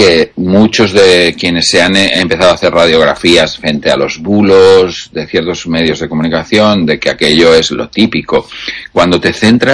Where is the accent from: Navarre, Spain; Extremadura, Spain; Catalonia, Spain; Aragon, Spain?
Aragon, Spain; Zaragoza; born or raised there